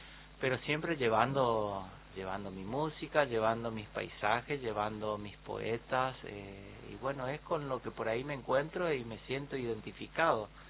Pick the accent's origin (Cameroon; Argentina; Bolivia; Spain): Argentina; Fontana, Chaco; also born or lived in Resistencia / Córdoba; Chaco no sé qué tiene, pero es mi lugar. De hecho, hice mi casita en Fontana, que es donde desde los 3, 4 años, después de haber nacido en Resistencia, mi padre nos lleva a vivir a Fontana y bueno, me quedé ahí. De hecho, me encanta caminar por mi pueblito, pues yo lo siento como un pueblo